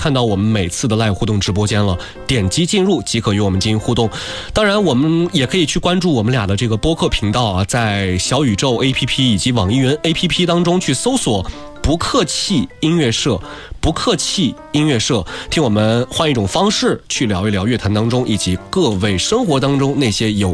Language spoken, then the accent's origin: Chinese; China